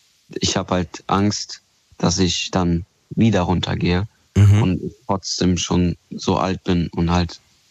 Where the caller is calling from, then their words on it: Rhineland-Palatinate, Germany; Ich rufe aus Rheinland-Pfalz an.